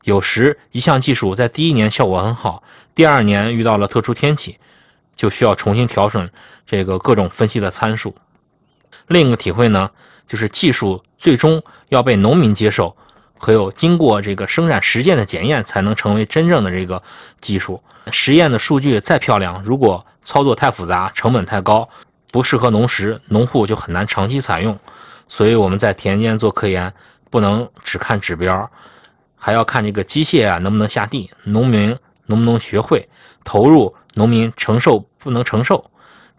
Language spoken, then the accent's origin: Chinese; Zhangjiakou, Hebei, China; now in Tianjin, China; 哦，我是河北人。